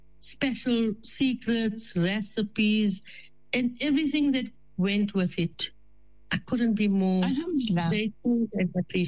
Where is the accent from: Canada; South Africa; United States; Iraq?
South Africa; born there; I was born in South Africa, my mom and them were brought in when they were very much young.